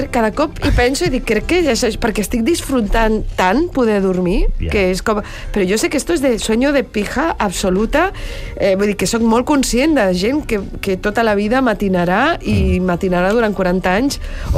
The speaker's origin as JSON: {"language": "Catalan", "region": "Catalonia", "country": "Spain", "said": "Som catalans"}